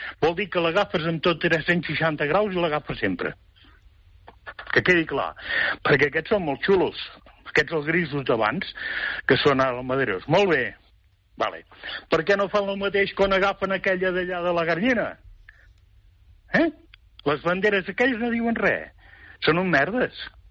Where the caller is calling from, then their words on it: Llers, Catalonia, Spain; de Llers.